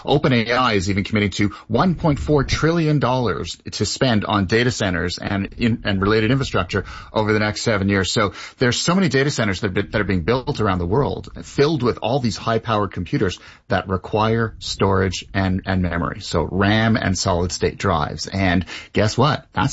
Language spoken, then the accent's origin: English; Canada; Lovely being Canadian